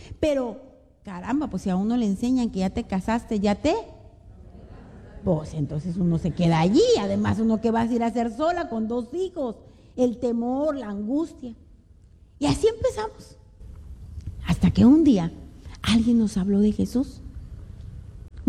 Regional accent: Monterrey, Nuevo León, Mexico; No, hombre, yo soy de Monterrey, donde uno come cabrito, carne, salsa, tortillas, cosas sabrosas.

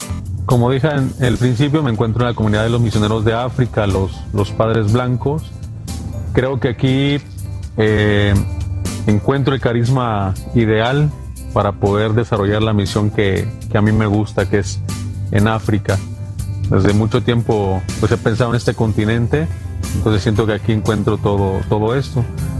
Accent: Honduras; now in Mexico; Nunca entré a una iglesia católica en mi país, Todo esto lo hice aquí en México, donde nace mi fe, digamos, católica

